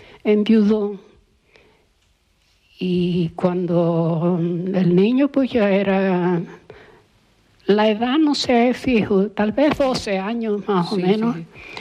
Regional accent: Fuencaliente, Canary Islands, Spain; born there; El barrio de las Indias, que es donde yo nací, mi familia.

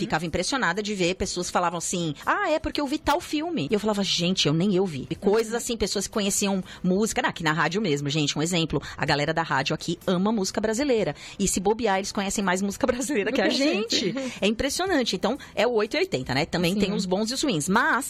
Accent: Brazil; moved away as an adult; now in Canada; Um dia que eu falava português, eu era brasileira

